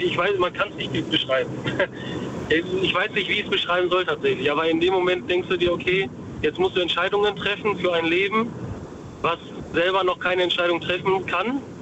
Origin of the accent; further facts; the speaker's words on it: Dortmund, North Rhine-Westphalia, Germany; aus Dortmund eigentlich.